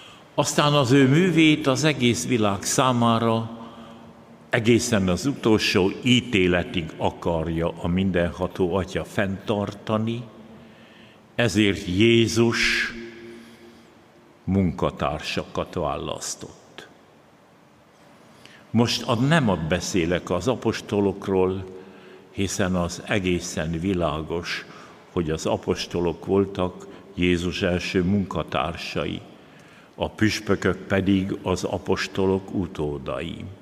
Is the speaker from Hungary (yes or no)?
no; Transylvania, Romania